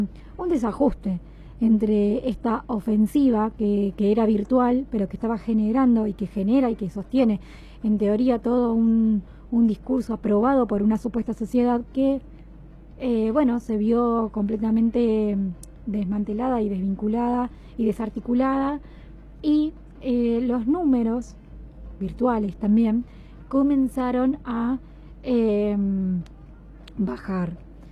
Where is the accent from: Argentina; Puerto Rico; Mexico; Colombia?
Argentina; nuestros derechos como argentinos y argentinas